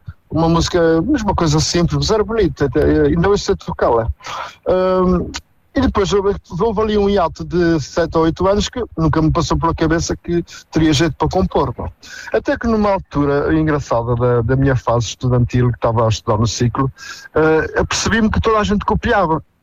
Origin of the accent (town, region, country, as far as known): São João da Pesqueira, Viseu, Portugal; born or raised there